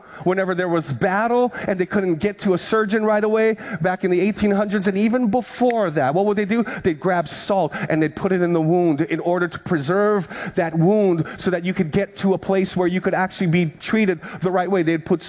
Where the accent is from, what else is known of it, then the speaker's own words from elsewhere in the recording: Big Island, Hawaii, United States; growing up on the Big Island, my Filipino grandma